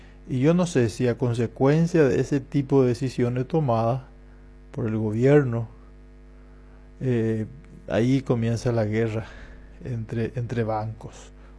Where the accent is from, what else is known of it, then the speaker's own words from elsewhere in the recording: Paraguay; porque somos paraguayos y este es el orgullo paraguayo